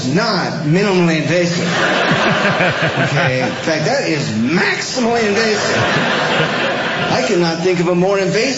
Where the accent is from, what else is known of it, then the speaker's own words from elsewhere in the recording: United States; I'm an American